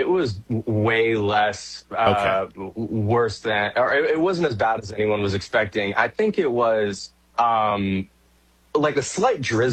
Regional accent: West Coast, United States; moved away; I'm from the West Coast.

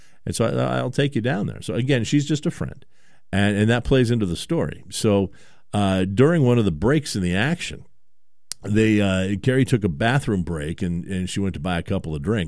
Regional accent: Canada; I grew up in Canada.

